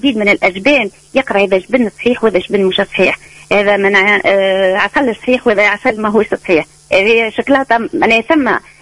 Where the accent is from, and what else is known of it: Tunisia